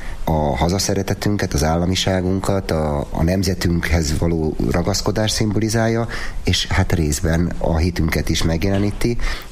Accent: Budapest, Hungary; now in Badacsony, Hungary; jó magam, a feleségem, a családom, hogy a budapestiek vagyunk. 10 éve kezdtünk itt vállalkozásba, Badacsonyba, panzió és borászat. Mondanám azt, hogy ilyen második otthonunk lett Badacsony.

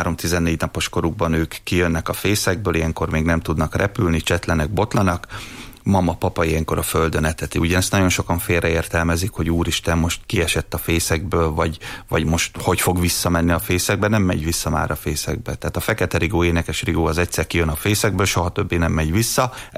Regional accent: Miskolc, Borsod-Abaúj-Zemplén, Hungary; born or raised there

